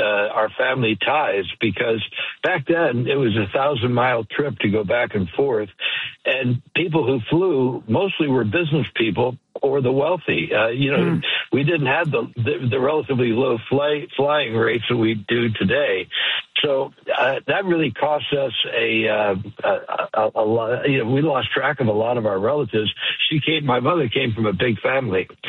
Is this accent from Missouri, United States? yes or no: yes; St. Louis, Missouri, United States; also born or lived in Philadelphia; No, I was born in Philadelphia, outside Philadelphia. Oh. I spent 8 years there. Then my father got a promotion, and we moved to St. Louis, which was pretty dramatic in the 50s